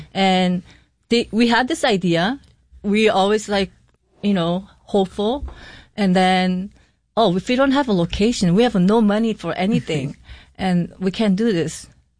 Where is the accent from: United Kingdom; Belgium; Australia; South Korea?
South Korea; English is a second language; now in Rochester, United States; So I'm from Korea. His hometown is LA.